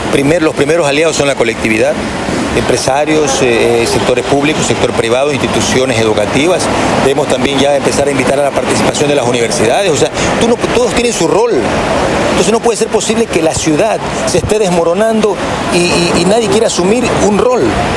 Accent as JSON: {"language": "Spanish", "town": "Quevedo", "region": "Los Ríos", "country": "Ecuador", "said": "Y nosotros somos de Quevedo, pero aparte de eso, vivimos en una ciudad maravillosa, en una ciudad que es un polo de desarrollo."}